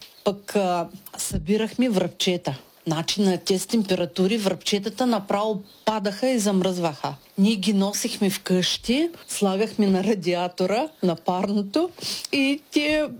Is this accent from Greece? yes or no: no; Tyumen, Tyumen Oblast, Russia; moved away; Родена съм в голям град, Тюменска област, от самия град Тюмен. Той е голям, много красив град. Ако видите в интернет, можете да намерите. Много е хубав, много е красив. Това е Западна Сибир.